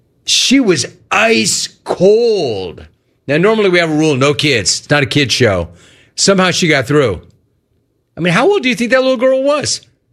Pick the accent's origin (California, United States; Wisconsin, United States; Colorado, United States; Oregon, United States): California, United States; I'm going to say Chick Hearn. But I grew up in California.